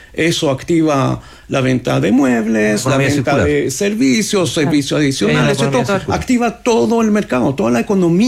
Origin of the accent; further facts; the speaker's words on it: Chile; La ventaja que tenemos como chileno de tener la UEF